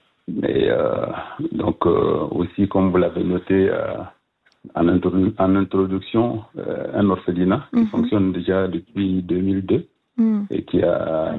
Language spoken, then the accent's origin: French; Burkina Faso; moved away as an adult; now in Switzerland; je suis d'origine du Burkina Faso, donc mais ça fait depuis 1993 que je suis en Suisse.